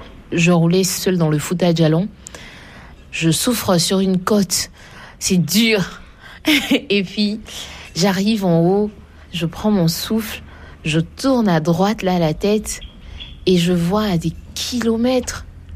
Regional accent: Côte d’Ivoire; Quand je leur dis je viens de Côte d'Ivoire

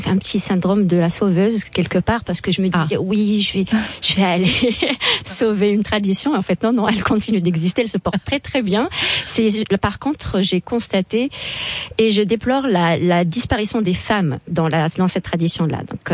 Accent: Morocco; Mais j'aurais aimé, en tant que marocaine, avoir des exemples de féministes marocaines.

